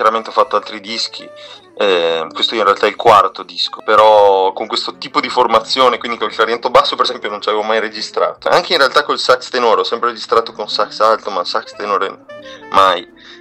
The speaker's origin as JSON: {"language": "Italian", "town": "Chioggia", "region": "Veneto", "country": "Italy", "accent": "Chioggiotto", "said": "E poi chiaramente io vengo da Chioggia"}